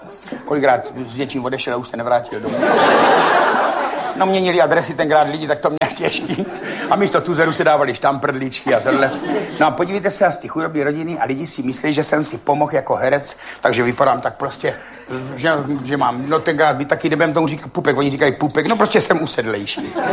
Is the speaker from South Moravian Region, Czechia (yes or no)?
yes; Řičmanice, South Moravian Region, Czechia